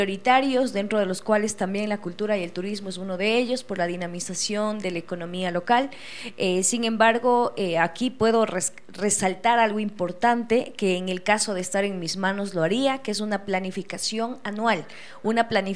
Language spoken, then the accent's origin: Spanish; Riobamba, Chimborazo, Ecuador; quienes somos de Riobamba, pues, o quienes hemos estado en toda nuestra vida en Riobamba